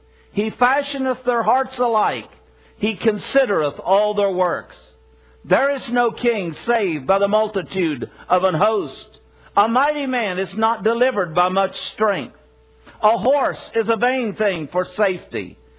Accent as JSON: {"language": "English", "country": "United States", "tie": "born there", "said": "I was born in America."}